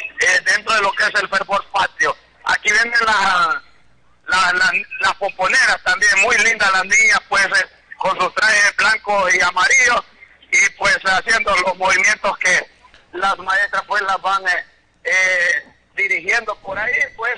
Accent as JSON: {"language": "Spanish", "country": "Honduras", "said": "lo identifican a uno pues como hondureño"}